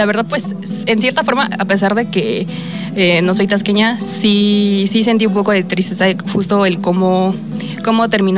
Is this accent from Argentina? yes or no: no; Acapulco, Guerrero, Mexico; now in Taxco, Mexico; yo soy foránea, soy de Acapulco, entonces justo ver como la contraparte de aquí Taxco, el pueblito, el cerro con Acapulco, la playa